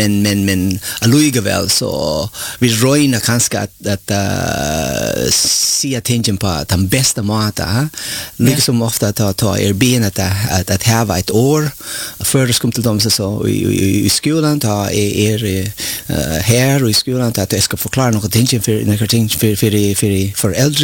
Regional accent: Philippines; Swedish is a second language; Ja, jag är filippinsk. Ja, filippinsk är helt annan.

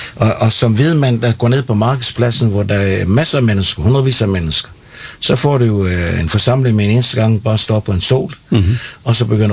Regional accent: Capital Region of Denmark, Denmark; Altså, jeg er fiskesøn fra Bornholm. Og som dreng så tog jeg også ude i robåden med pilken, ikke?

